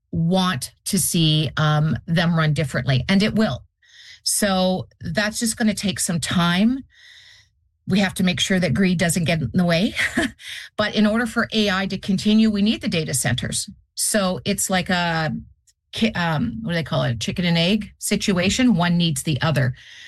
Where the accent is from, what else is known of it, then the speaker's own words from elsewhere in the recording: Canada; as a Canadian